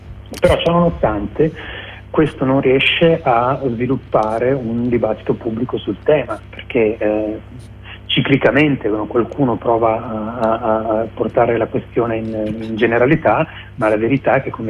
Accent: Venice, Veneto, Italy; moved away; sono di origine locale, sono veneziano di origine, seguo quello che succede nella mia ex città natale

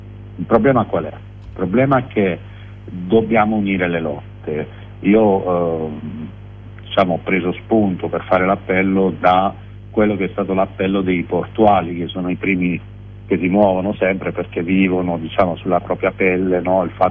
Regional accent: Taranto, Apulia, Italy; moved away as an adult; now in Bologna, Italy; Io sono di Taranto, vivo da 30 anni a Bologna

